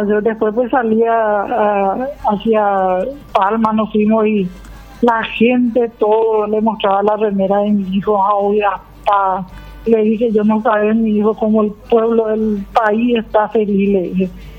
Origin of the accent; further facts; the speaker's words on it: Itauguá, Central, Paraguay; nosotros somos de Itagua.